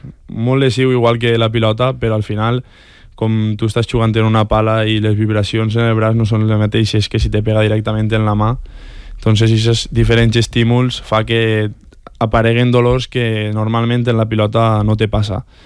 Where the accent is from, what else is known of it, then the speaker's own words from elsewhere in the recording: Montserrat, Valencian Community, Spain; que ell és de Beniparrell i jo soc de Montserrat